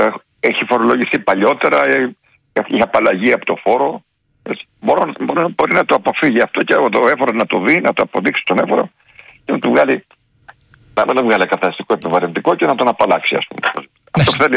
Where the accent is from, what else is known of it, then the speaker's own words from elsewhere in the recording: Chania, Crete, Greece; στα Χανιά, στην πατρίδα μου που λέω τώρα.